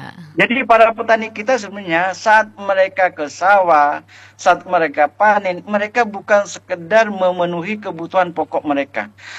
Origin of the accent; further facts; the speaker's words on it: Madura, East Java, Indonesia; kita secara sebagai orang Madura